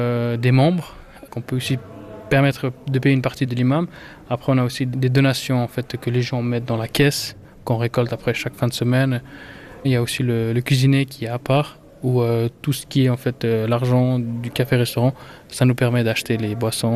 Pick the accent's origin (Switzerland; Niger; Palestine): Switzerland; Fribourg; also born or lived in Lausanne; Non, je suis né ici en Suisse. Je peux même dire le numéro de la chambre d'hôpital, 365, je me rappellerai. Et j'ai fait les études ici à Fribourg